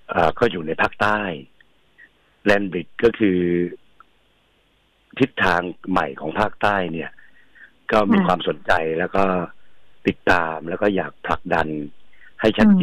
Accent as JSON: {"language": "Thai", "region": "Phang Nga", "country": "Thailand", "tie": "born or raised there", "moved": "yes", "lives_now": "Phuket, Thailand", "said": "ผมบ้านเกิดเป็นคนจังหวัดพังงาครับ"}